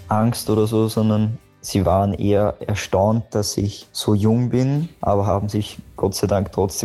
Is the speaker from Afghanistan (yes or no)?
no; Lower Austria, Austria; Also bei uns im Mostviertel ist das natürlich wunderschön